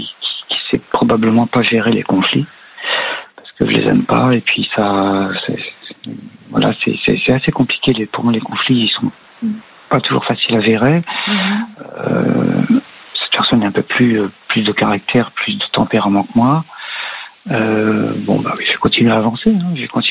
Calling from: Paris, Île-de-France, France; j'habite à Paris.

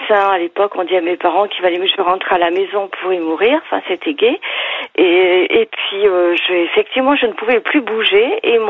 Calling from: Brive-la-Gaillarde, Nouvelle-Aquitaine, France; J'habite en Corrèze.

